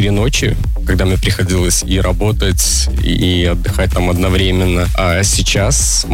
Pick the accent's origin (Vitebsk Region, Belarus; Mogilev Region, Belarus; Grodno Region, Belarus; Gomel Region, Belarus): Vitebsk Region, Belarus; Novopolotsk; now in Polotsk, Belarus; Вообще, родом я из города Новополоцка. Сейчас проживаю в городе Полоцк, то есть по соседству. Мне 33 года